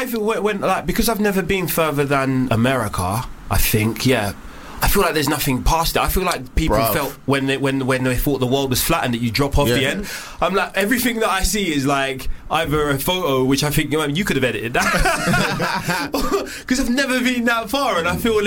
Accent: Nigeria; I'm Nigerian.

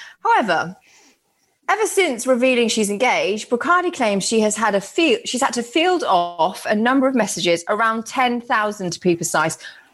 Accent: Birmingham, West Midlands, United Kingdom; maybe I'm just going to, I'm from Birmingham

